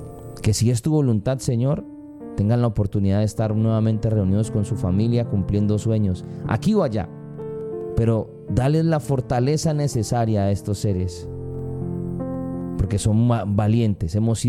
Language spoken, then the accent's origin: Spanish; Colombia; nos permitan unirnos como colombianos.